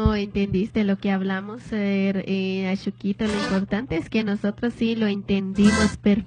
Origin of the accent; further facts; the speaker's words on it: Guatemala; ¿Cómo no vamos a entender si somos de Guatemala, no?